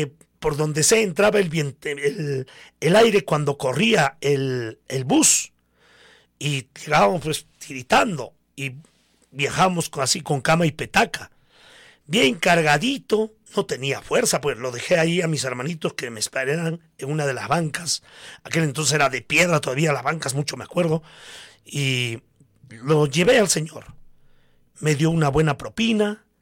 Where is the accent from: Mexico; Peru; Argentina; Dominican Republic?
Peru; Coracora, Ayacucho; El recordar mi niñez, ¿no? Parte de mi juventud aquí en la ciudad de Coracora.